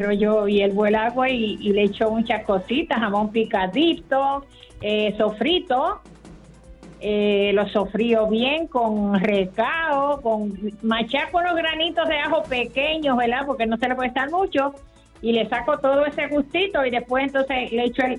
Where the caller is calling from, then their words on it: Barranquitas, Puerto Rico; del barrio Quebradillas de Barranquita